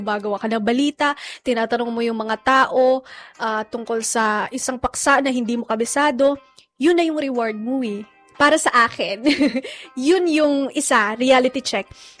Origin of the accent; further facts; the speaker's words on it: Cagayan Valley, Philippines; moved away; taga-Batanes ako.